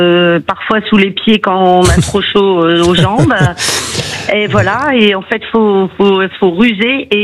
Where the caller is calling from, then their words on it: Challans, Pays de la Loire, France; De Vendée.